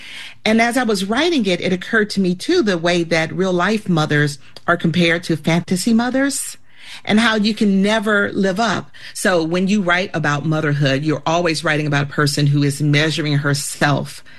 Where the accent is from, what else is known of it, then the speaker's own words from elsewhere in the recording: the South, United States; as I stated previously, I am a Southerner.